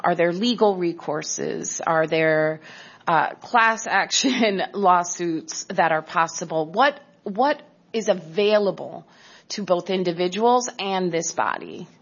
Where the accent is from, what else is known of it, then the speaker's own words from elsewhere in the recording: New Jersey, United States; Excuse my language. I'm from New Jersey. This is how we talk.